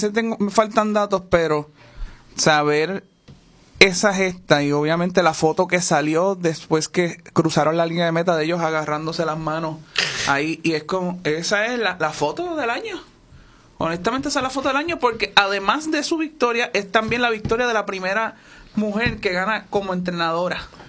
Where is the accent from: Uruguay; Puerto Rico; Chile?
Puerto Rico; para nosotros como puertorriqueños